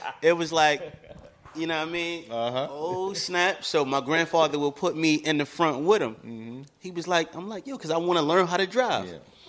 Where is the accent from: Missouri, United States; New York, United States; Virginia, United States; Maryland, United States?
New York, United States; Fort Greene; Well, like I said, I'm from Fort Greene. So within Fort Greene, it was always a together situation with everything that they was doing.